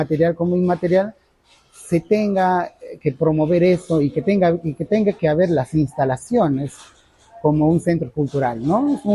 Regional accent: Lamas, San Martín, Peru; Yo soy de Lamas. Lamas no tiene un museo público

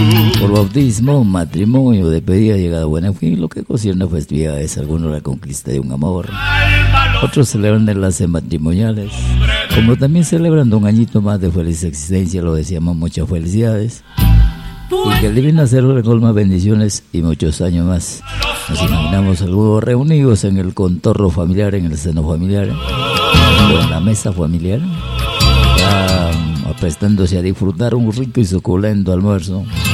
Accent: Peru; y como buenos peruanos siempre orgulloso de difundir nuestra música peruana en el género criollo

